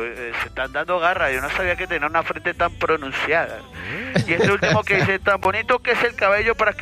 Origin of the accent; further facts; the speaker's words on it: Bogotá, Colombia; born there; Yo soy el costeño de Temo, papi, porque yo nací acá en Bogotá, pero...